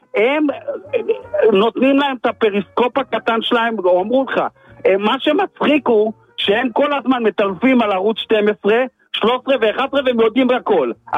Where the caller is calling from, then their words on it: Rishon LeZion, Central District, Israel; אני מראשון לציון